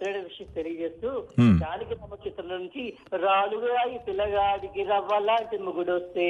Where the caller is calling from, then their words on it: Palakollu, Andhra Pradesh, India; నేను పాలకొల్లు నుంచి